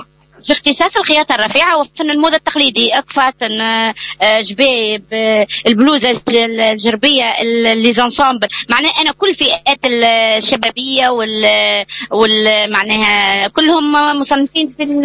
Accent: Tunisia; مع العلم أني المرأة الوحيدة اللي جيت من تونس مع مجموعة من زملائي حرفيين في كل المجالات.

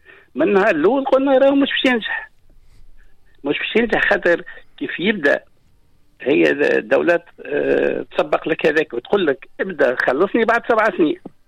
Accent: Tunisia; معناها انا كتونسي كان نحط اليوم مطلب يلزمني 200 سنة

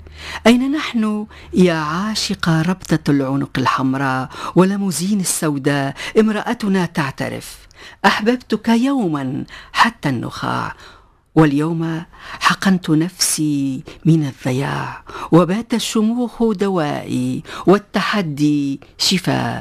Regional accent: Tunisia; عندنا في تونس

